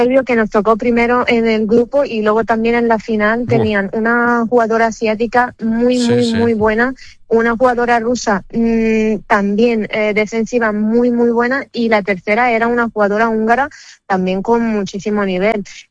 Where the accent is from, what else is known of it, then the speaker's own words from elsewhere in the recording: Romania; moved away as an adult; also born or lived in Sweden / Santiago de Compostela; now in Linares, Spain; Sí, yo soy rumana. En septiembre cumplo 11 años aquí en España